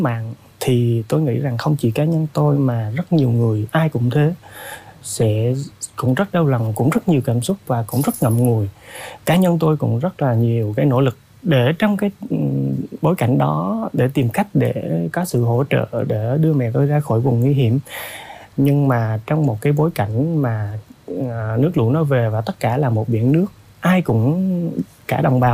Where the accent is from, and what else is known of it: Hòa Thịnh, Đắk Lắk, Vietnam; born or raised there